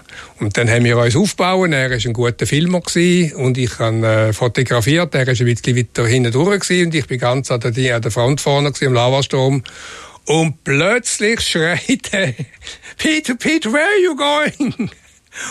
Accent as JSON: {"language": "German", "country": "Switzerland", "said": "Aber natürlich an sich als Schweizer ist es nicht gerade naheliegend, das stimmt natürlich auch."}